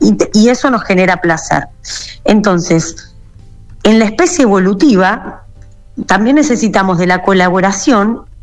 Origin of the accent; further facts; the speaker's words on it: Argentina; lo que somos los argentinos